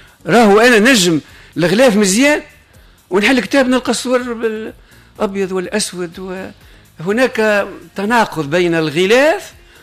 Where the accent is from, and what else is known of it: Tunisia